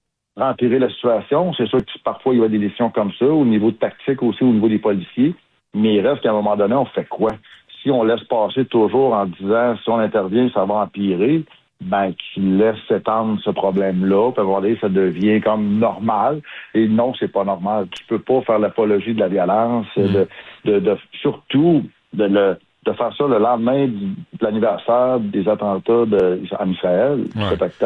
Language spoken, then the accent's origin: French; Quebec City, Quebec, Canada; Puis à Québec, même à Québec, moi je viens de Québec, puis Québec, ça a toujours été tranquille.